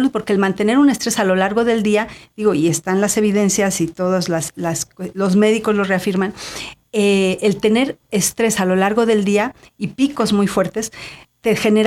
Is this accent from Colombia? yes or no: no; Mexico; O sea, sí, somos los mexicanos, nos hemos hecho desconfiados.